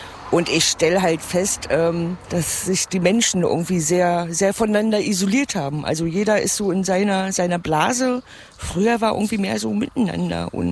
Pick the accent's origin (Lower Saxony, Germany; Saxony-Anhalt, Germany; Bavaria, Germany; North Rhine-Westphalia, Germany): Saxony-Anhalt, Germany; Miestel; Ich komme aus Miestel, das ist mitten im Drömmling in der Altmark. Ja, da komme ich her. Ja, ist halt alles wahnsinnig ländlich, ne?